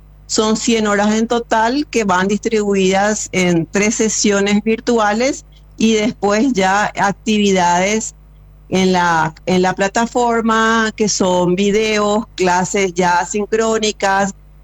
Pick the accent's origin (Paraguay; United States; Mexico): Paraguay; Inclusive como orgullo como paraguayos